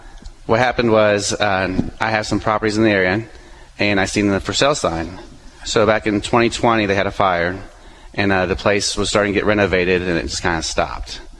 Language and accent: English; United States; I grew up on the North End.